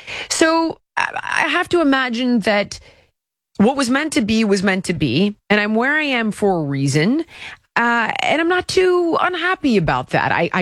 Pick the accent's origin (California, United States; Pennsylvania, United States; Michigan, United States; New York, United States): California, United States; And of course, growing up in California, everybody worked in the entertainment industry.